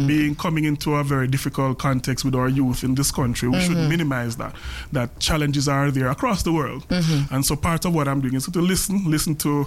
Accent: Jamaica; moved away; also born or lived in United Kingdom; I'm originally from Jamaica, but I worked with the Commonwealth in the United Kingdom for a while.

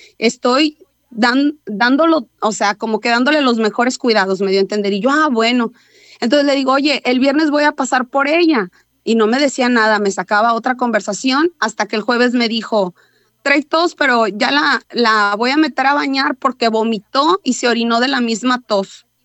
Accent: Mante, Tamaulipas, Mexico; yo no soy de Madero, yo soy de Mante

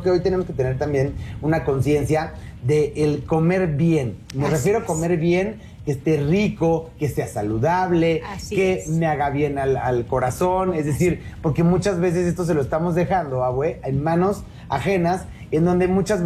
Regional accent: Mexico; no, porque realmente estamos reconocidos a nivel internacional por pues todos los expertos, comelones, todos los tragones que han dado este sello de validación a nuestra cocina tan importante como la mexicana, ¿no?

